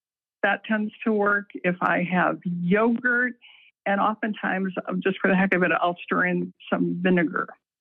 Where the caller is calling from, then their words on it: Orlando, Florida, United States; I'm calling from Orlando.